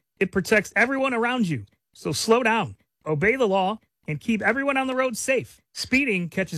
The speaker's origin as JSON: {"language": "English", "town": "Chicago", "region": "Illinois", "country": "United States", "tie": "born or raised there", "said": "We grew up in Chicago"}